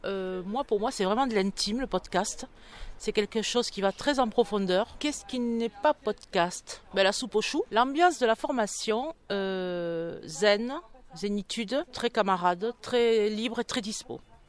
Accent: Occitanie, France; je viens du Gers.

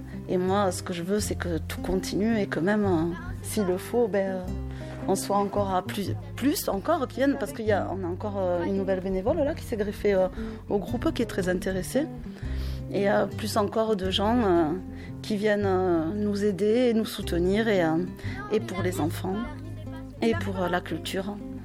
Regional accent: Carmont, France; born there; moi je suis issue des cités, donc moi je suis née à Carmont, bon après j'ai bougé mais je suis née à Carmont

